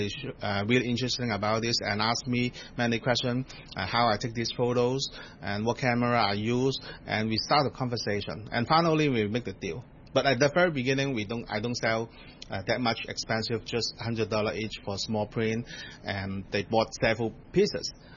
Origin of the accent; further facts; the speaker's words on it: Kwun Tong, Kowloon, Hong Kong; English is a second language; So, I am 43 years old now. So, I was born in Hong Kong. But after graduating from the secondary school, I went to Australia to study for almost a year.